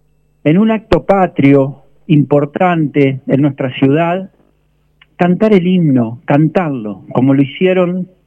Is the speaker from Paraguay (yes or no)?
no; Argentina; esto que sentimos como argentinos